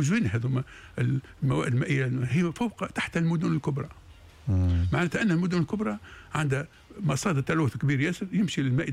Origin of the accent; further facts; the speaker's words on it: Tunisia; احنا عندنا في تونس